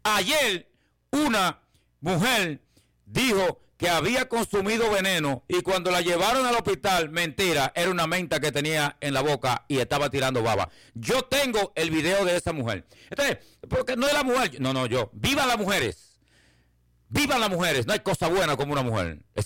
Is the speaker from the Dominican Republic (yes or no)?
yes; Dominican Republic; como decimos los campesinos, a jarana. Como decimos nosotros, yo soy de la Loma